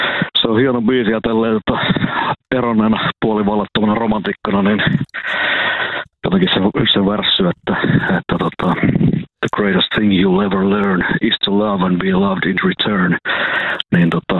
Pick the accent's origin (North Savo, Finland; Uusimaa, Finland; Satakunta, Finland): North Savo, Finland; Kuopio